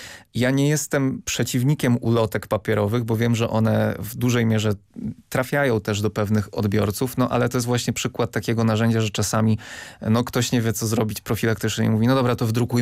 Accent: Lublin Voivodeship, Poland; Ja pochodzę z niedużego miasta na Lubelszczyźnie i tam są siłownie na świeżym powietrzu. Moi rodzice, którzy nadal mieszkają w moim mieście, korzystają z tych siłowni

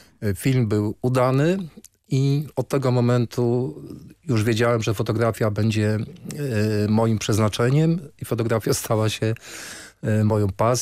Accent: Działdowo, Warmian-Masurian Voivodeship, Poland; born there; Urodziłem się w Działdowie.

